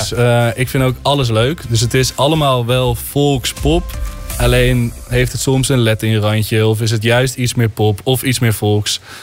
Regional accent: Netherlands; En ik kom daar aan als Hollander.

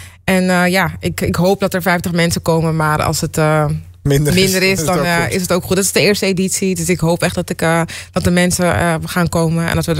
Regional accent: Ghana; Ten eerste ben ik heel trots op waar ik vandaan kom. Ik kom zelf uit Ghana.

